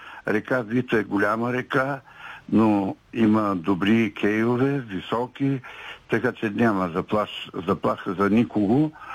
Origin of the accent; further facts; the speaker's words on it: Teteven, Lovech Province, Bulgaria; Добро утро, госпожо Дойчинова … от Тетевен.